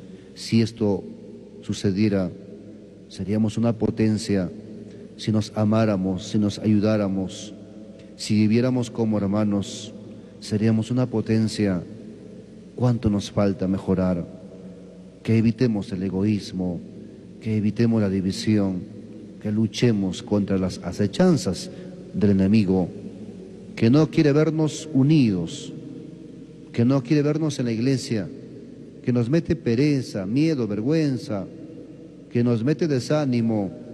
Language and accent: Spanish; Peru; como peruanos, como católicos, como cristianos que estamos unidos al Santo Padre